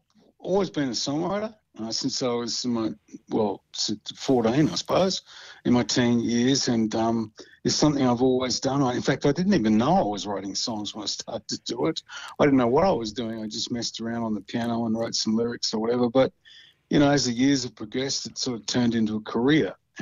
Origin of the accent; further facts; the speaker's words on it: Western Australia, Australia; You know, I love our coastline in Australia. I come from Western Australia originally, but it's about as west as it gets.